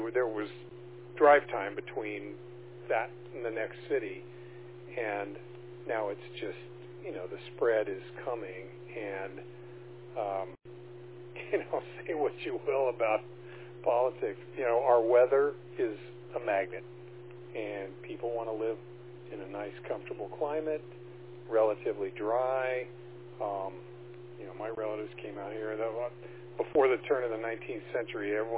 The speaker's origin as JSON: {"language": "English", "town": "Redlands", "region": "California", "country": "United States", "tie": "born there", "said": "So I was born out in San Bernardino County, out in that Redlands area, and there were only like 25,000 people in that entire community. And it was isolated. There was drive time between that and the next city."}